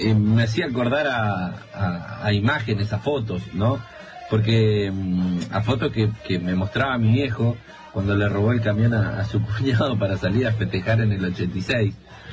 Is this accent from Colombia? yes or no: no; Argentina; Y para los que somos argentinos y futboleros sabíamos